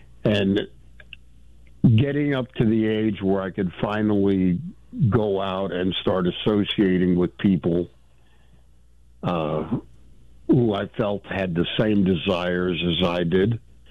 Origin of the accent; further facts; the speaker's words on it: New York City, New York, United States; I grew up in New York City.